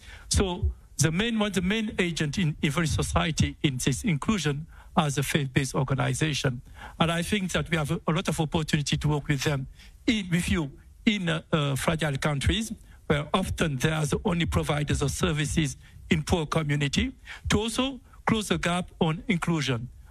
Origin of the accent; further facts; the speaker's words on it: Senegal; also born or lived in Kenya; I mean, I come from Senegal, West Africa, and I lived in Kenya.